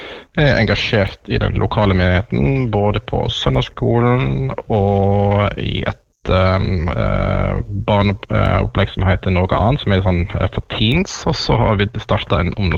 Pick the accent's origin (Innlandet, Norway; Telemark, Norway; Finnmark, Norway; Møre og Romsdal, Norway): Møre og Romsdal, Norway; Syvde; also born or lived in Langevåg; now in Sandnes, Norway; Ellers så kom jeg opprinnelig fra Sunnmøre, fra, jeg sier ofte Syvde, selv om jeg hadde noen år I Langevåg først, så det Syvde jeg hatt store deler av min barndom og ungdom.